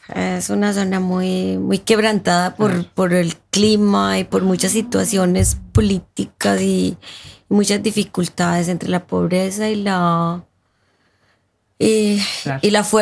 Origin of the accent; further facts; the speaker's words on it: Medellín, Antioquia, Colombia; yo soy de Medellín, o sea, me crié en Medellín